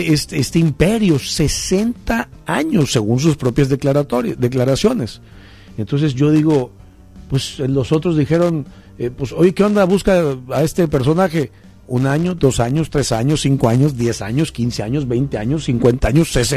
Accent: Mexico; Yo digo que me siento como mexicano vulnerable.

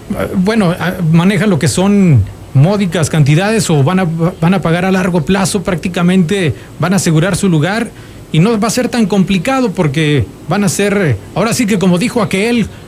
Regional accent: Mexico; dejamos todo para el último como buenos mexicanos

